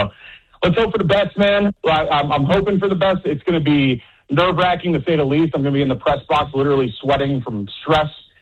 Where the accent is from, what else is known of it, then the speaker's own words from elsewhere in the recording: Philadelphia, Pennsylvania, United States; I grew up in Philly, diehard Eagles fan.